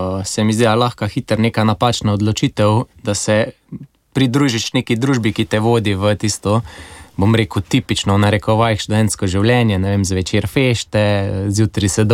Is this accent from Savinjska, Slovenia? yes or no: yes; Velenje, Savinjska, Slovenia; also born or lived in Maribor; now in Mozirje, Slovenia; odraščala sva v Velenju, potem sva 8 let preživela v Mariboru kot študenta, pa potem na začetku pač karierne poti, potem smo se pa preselili nazaj v rodni kraj